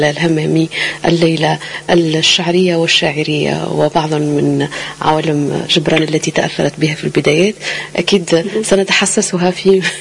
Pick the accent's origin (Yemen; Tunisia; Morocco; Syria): Tunisia; اللي عندنا في تونس وفي عالمنا العربي.